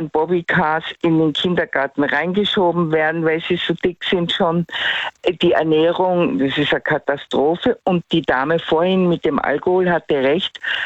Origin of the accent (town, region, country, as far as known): Tyrol, Austria; accent: Tyrolean